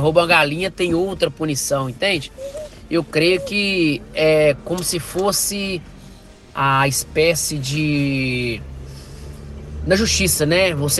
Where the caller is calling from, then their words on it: Governador Valadares, Minas Gerais, Brazil; sou aqui de Governador Valadares.